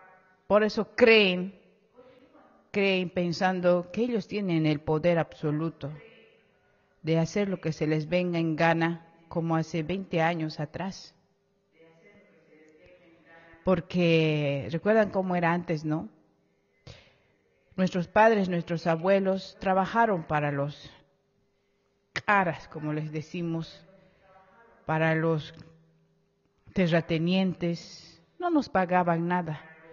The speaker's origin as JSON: {"language": "Spanish", "country": "Bolivia", "said": "el boliviano, el sangre de indio, como somos, nos identificamos indígenas originarios"}